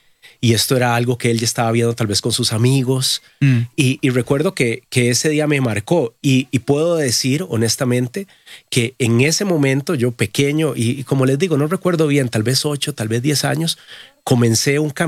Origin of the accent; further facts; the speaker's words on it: Costa Rica; yo crecí en Costa Rica, en una familia de hombres.